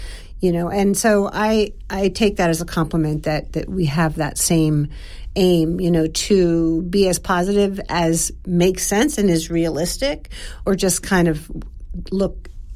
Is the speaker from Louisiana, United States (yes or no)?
yes; New Orleans, Louisiana, United States; we're from New Orleans